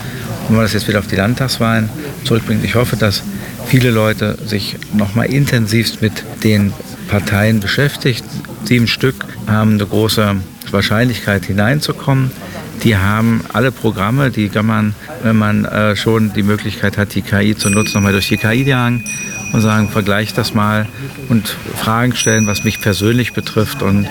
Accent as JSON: {"language": "German", "town": "Aschersleben", "region": "Saxony-Anhalt", "country": "Germany", "said": "Wir dürfen uns nicht schämen, aus Aschersleben zu kommen, sondern wir kommen aus einer ganz tollen Stadt, die ganz viel zu bieten hat"}